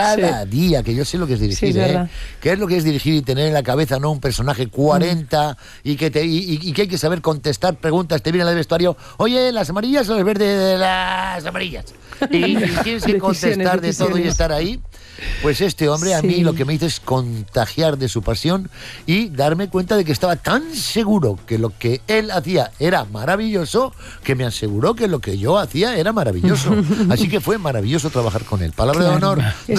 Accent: Vitoria-Gasteiz, Basque Country, Spain; yo solo gruño porque soy de Siberia-Gasteiz cuando hay olas de calor.

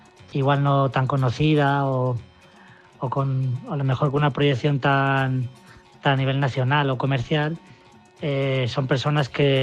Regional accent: Tarancón, Castilla-La Mancha, Spain; ya sabéis que somos de Tarancón, conquenses

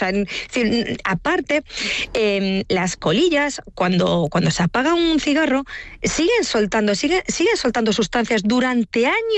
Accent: Galicia, Spain; A ver, yo como buena gallega, a veces tengo espíritu pesimista, ¿no?

